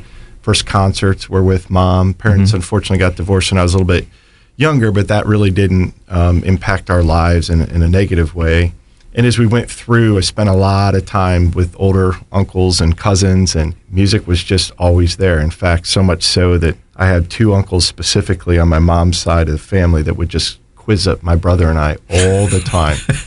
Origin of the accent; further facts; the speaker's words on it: Stow, Ohio, United States; now in Copley Township, United States; So I was born and raised here in Northeast Ohio.